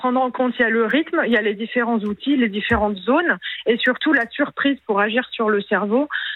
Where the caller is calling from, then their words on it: Nice, Provence-Alpes-Côte d'Azur, France; Moi, je suis à Nice.